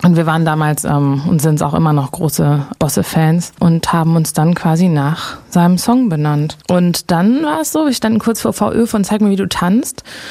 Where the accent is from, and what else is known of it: North Rhine-Westphalia, Germany